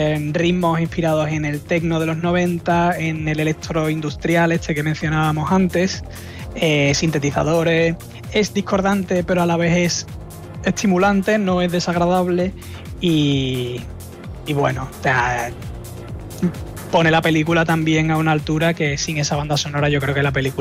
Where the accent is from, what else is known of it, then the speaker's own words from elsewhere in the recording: Andalusia, Spain; porque somos andaluces, lo siento, decimos raves.